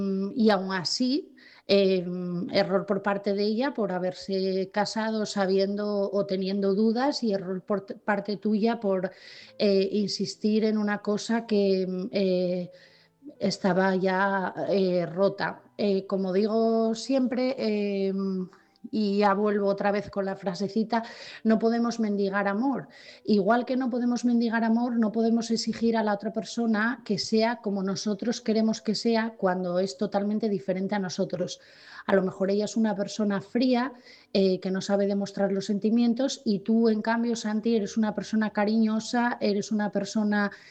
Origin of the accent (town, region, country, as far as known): Asturias, Spain